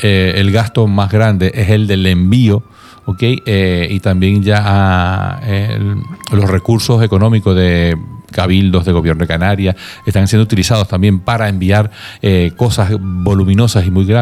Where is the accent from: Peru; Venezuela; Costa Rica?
Venezuela; La Guaira; moved away; somos de Vargas